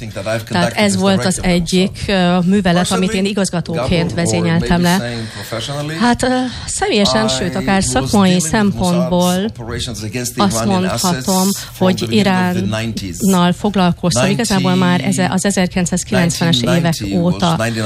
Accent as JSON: {"language": "Hungarian", "country": "Israel", "tie": "born there", "second_language": "Hungarian", "said": "Tehát én ugye a közel-keleten születtem, és ott igazából nagyon nehéz háborunk volt, ami igyekezett legyőzni Izrael államot, az volt a fő célja."}